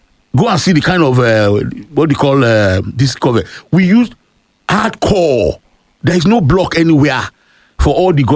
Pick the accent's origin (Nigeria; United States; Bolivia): Nigeria; Lagos; also born or lived in Ibadan; I was born and bred in Lagos, but my father had a culture. I'm his firstborn, so he usually bring me to Ibadan for my long vacation.